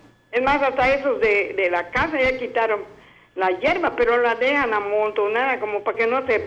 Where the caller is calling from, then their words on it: Yucatán, Mexico; De la Manuel Ávila Camacho.